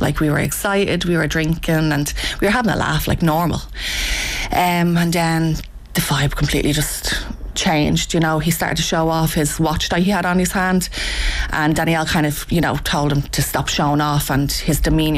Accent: Dublin, Leinster, Ireland; also born or lived in Drimnagh, Dublin; we grew up in Fatima from I was born up until the age of 12. Fatima was lovely, like, you know, at the time, like, lovely working strong families come from Fatima Mansions and had a normal childhood. I was the only child.

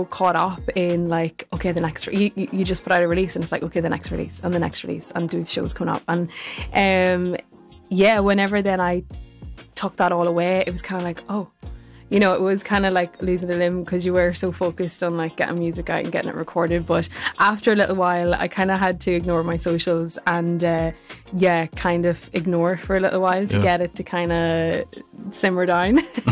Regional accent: Derrynoose, Northern Ireland, United Kingdom; accent: South Armagh twang; So I come from a rural part of Ireland. It's called Derrynoose and it's in County Armagh. But I'm smack bang on the border between County Armagh and County Monaghan.

